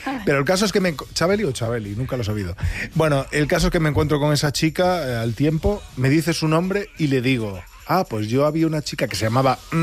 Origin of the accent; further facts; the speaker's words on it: Noia, Galicia, Spain; en mi pueblo, ahora que, Noia, en Galicia.